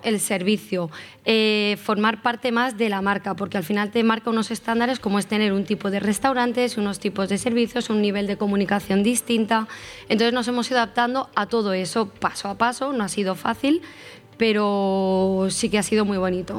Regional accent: Alfaz del Pi, Valencian Community, Spain; Sí, soy de aquí. Soy

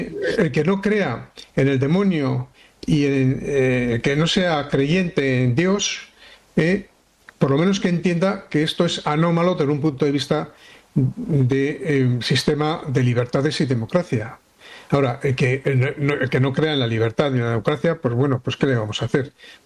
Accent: Spain; nosotros somos españoles.

